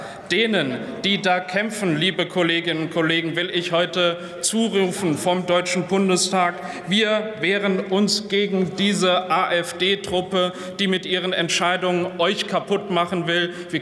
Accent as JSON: {"language": "German", "region": "Saarland", "country": "Germany", "said": "Allein in der Stahlindustrie in meiner Heimat im Saarland sind das über 12.000 Menschen."}